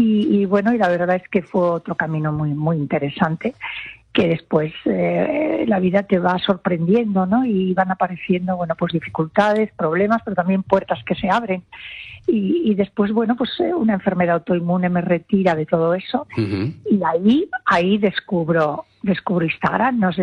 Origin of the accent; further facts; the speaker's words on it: León, Castile and León, Spain; abrí una tienda multimarca con mi hermana en León, yo soy leonesa